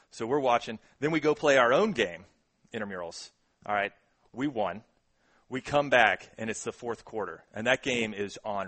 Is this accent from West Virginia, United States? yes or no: yes; Huntington, West Virginia, United States; So a lot of people know I'm originally from West Virginia.